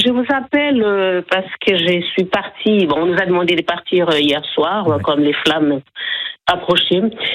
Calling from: Luglon, Nouvelle-Aquitaine, France

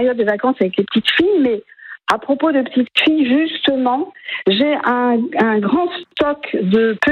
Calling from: Gujan-Mestras, Nouvelle-Aquitaine, France; moi j'habite Gujan-Mestras

